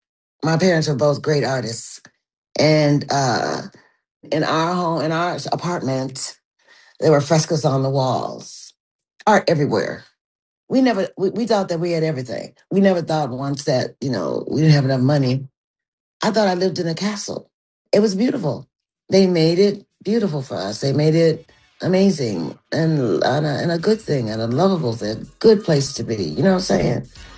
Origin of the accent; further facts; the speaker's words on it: Chicago, Illinois, United States; I'm from Chicago, you know? I think Chicago is a special city, you know.